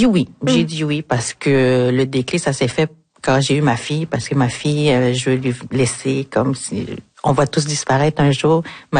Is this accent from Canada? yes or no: yes; Natashquan, Quebec, Canada